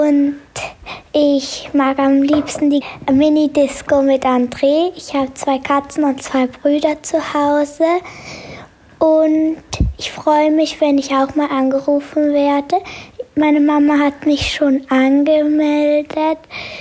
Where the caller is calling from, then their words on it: Vienna, Austria; Ich wohne in Wien und bin 9 Jahre alt.